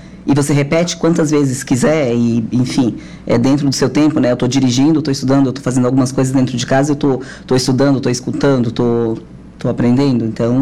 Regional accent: Araranguá, Santa Catarina, Brazil; also born or lived in Gravataí, Rio Grande do Sul; E desde então, sempre morei aqui, assim, me considero uma catarinense. Sou gaúcha, mas me considero uma catarinense.

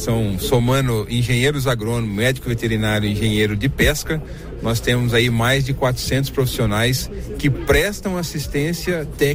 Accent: Terra Boa, Paraná, Brazil; Sou natural de Terra Boa, aqui no Paraná.

